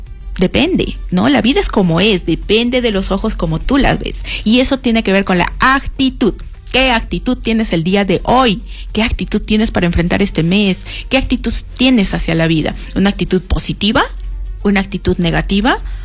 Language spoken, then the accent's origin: Spanish; Peru; Nosotros como cultura peruana